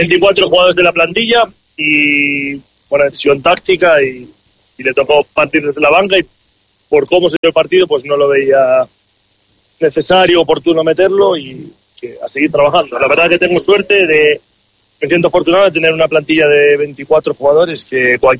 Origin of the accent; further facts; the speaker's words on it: Spain; moved away as an adult; also born or lived in India; now in Ecuador; Sí, yo vengo desde España.